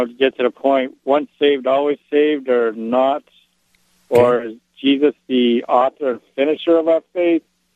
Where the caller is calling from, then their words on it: Hartford, Connecticut, United States; Hartford, Connecticut.